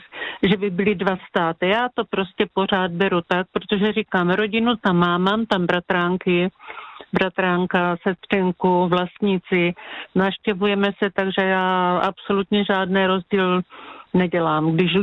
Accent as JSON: {"language": "Czech", "town": "Nemochovice", "region": "South Moravian Region", "country": "Czechia", "tie": "born there", "lives_now": "Vyškov, Czechia", "said": "Já jsem se narodila v Nemochovicích. To je dědina"}